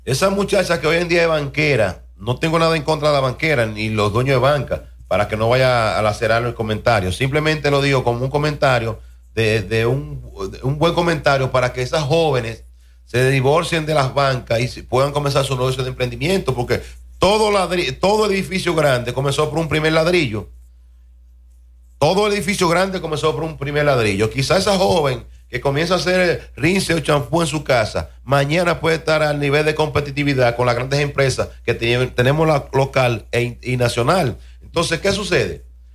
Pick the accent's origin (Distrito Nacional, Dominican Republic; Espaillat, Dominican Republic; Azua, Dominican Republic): Espaillat, Dominican Republic; Moca; yo mismo soy de Moca